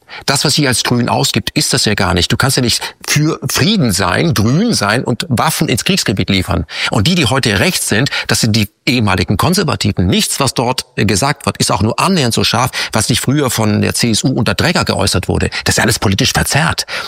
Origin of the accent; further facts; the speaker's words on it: Krefeld, North Rhine-Westphalia, Germany; born there; Du meinst nach Krefeld, wo ich geboren bin?